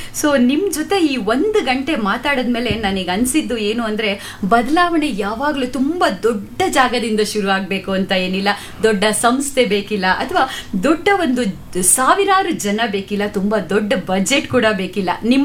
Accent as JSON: {"language": "Kannada", "town": "Bengaluru", "region": "Karnataka", "country": "India", "said": "ನಾವು ಬೆಂಗಳೂರಿನವರು"}